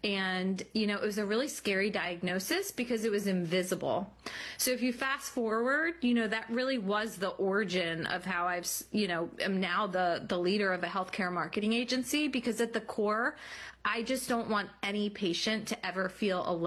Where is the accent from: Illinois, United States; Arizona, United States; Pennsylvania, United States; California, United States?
Pennsylvania, United States; I am from the suburbs of Philadelphia.